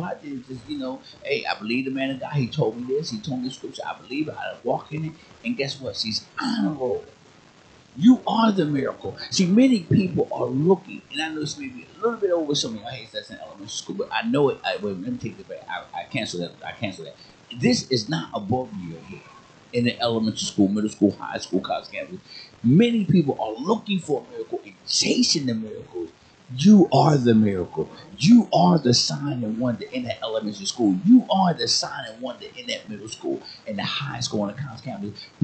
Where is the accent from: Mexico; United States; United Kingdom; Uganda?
United States; Georgia; I'm from Georgia.